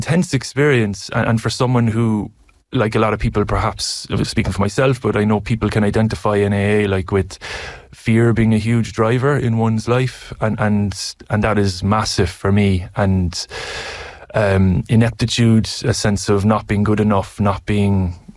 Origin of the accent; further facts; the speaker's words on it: Ireland; accent: Irish; now in New Zealand; As you can tell from my accent, I'm Irish